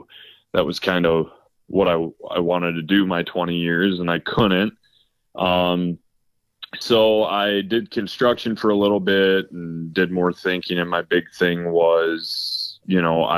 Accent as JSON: {"language": "English", "town": "Aberdeen", "region": "South Dakota", "country": "United States", "tie": "born or raised there", "said": "I grew up in Aberdeen, South Dakota."}